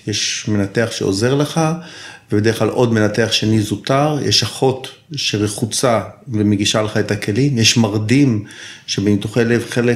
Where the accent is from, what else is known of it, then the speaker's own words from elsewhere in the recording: Tel Aviv, Tel Aviv District, Israel; now in Zikhron Ya'akov, Israel; אני תל אביבי במקור, גר היום בזיכון, בן 56, נשוי, אב לשלוש בנות.